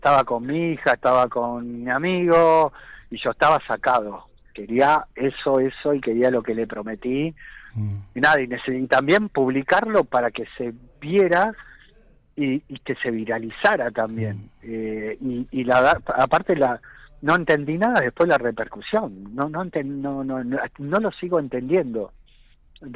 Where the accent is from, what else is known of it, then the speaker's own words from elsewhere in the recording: Argentina; cuando nosotros como argentinos